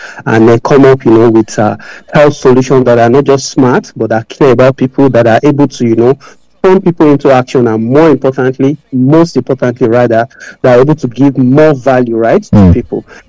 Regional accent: Nigeria; growing up in Nigeria

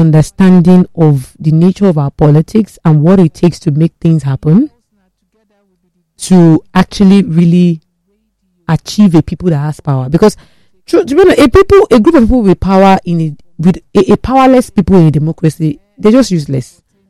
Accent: Nigeria; I'm not just another Nigerian, that I'm actually a Nigerian with a voice.

